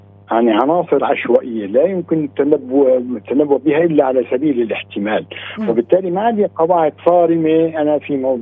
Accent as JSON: {"language": "Arabic", "town": "Aleppo", "region": "Aleppo Governorate", "country": "Syria", "said": "نحن عندنا في حلب"}